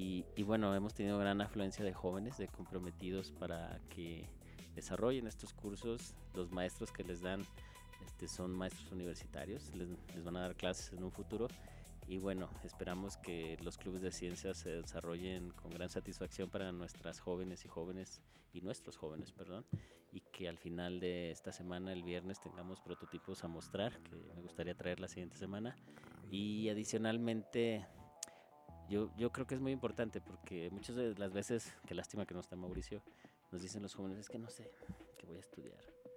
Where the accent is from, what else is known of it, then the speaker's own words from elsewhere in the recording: Mexico; nosotros como mexicanos